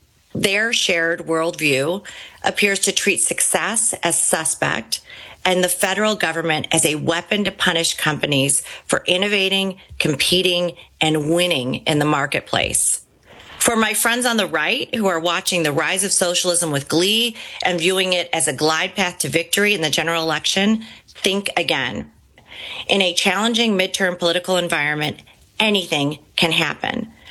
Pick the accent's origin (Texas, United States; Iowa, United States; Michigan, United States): Michigan, United States; In my home state of Michigan, a critical national battleground